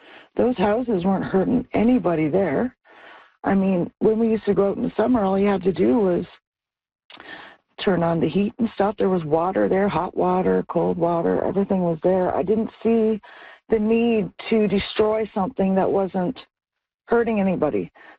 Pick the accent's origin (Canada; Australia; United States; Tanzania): Canada; Belle Isle, Newfoundland and Labrador; When I was a little girl, we used to get the helicopter, would land in Cape Norman on the helicopter pad, and we'd all load up all of our belongings.